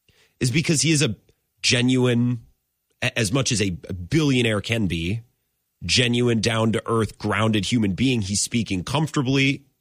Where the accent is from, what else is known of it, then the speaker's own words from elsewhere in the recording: California, United States; my family, I'm from California. That's my goal, to get back there.